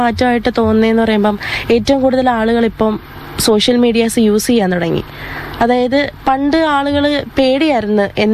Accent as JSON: {"language": "Malayalam", "area": "Kochuthuruthu", "region": "Kerala", "country": "India", "said": "ഞാൻ കൊച്ചുതുരുത്ത് എന്നുള്ള സ്ഥലത്തു നിന്നാണ് വരുന്നത്."}